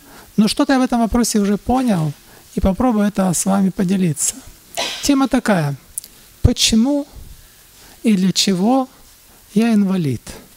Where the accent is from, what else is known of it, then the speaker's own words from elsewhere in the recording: Ukraine; now in Petrovka, Odesa Oblast, Ukraine; мы сами с Украины, и мы живем в Одесской области, село Петровка.